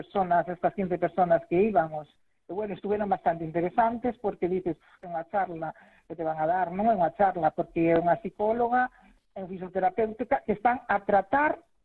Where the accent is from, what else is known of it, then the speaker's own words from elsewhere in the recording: A Guarda, Galicia, Spain; Eu, por exemplo, son da Guardia, e desplazarte a Santiago, isto leva un custo